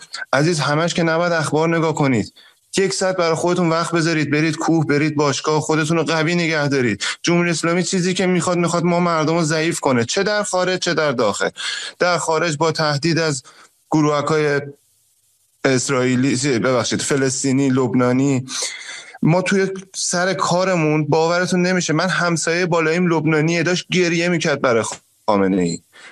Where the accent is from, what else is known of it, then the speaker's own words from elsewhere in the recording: Fardis, Alborz, Iran; moved away; من از توی شهر فردیس بزرگ شدم، تو حومه کرج